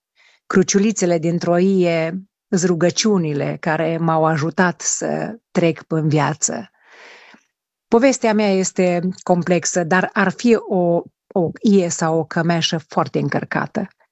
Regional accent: Romania; să fim mândri noi românii

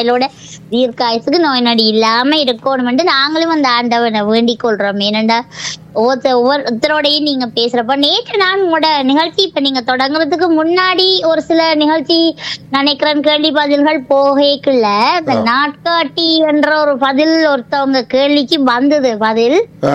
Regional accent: Chidambaram, Tamil Nadu, India; moved away as an adult; now in London, United Kingdom; இந்தியாவை சேர்ந்தவர், பூர்வீகம் இந்தியா. சோ அதனால தமிழகத்துல என்னுடைய நான் தமிழகம் சிதம்பரத்துல பிறந்து வளர்ந்தவர்.

